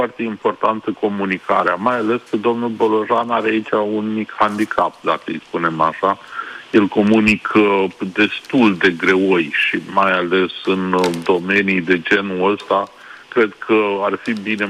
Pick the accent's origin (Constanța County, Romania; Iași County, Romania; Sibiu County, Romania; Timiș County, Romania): Iași County, Romania; Iași; moved away; ca ieșean născut și crescut